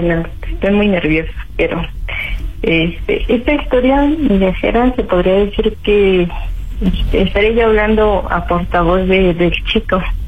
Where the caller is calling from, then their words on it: Tecámac, State of Mexico, Mexico; soy de Tecama.